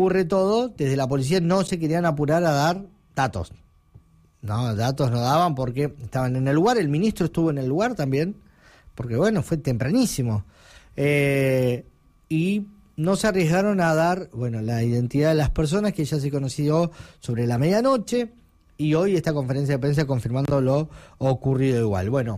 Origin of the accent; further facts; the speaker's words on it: Comodoro Rivadavia, Chubut, Argentina; yo soy de Comodoro